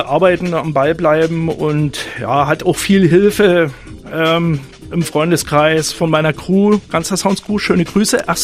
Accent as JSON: {"language": "German", "town": "Görlitz", "region": "Saxony", "country": "Germany", "tie": "born there", "said": "tatsächlich geboren in Görlitz"}